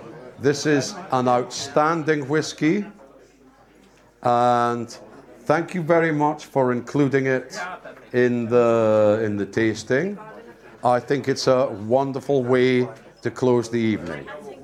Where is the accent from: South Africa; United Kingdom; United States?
United Kingdom; Scotland; So we say in Scotland, we have our own old language, the Gaelic.